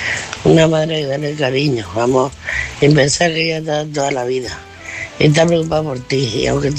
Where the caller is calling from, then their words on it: Murcia, Region of Murcia, Spain; de Murcia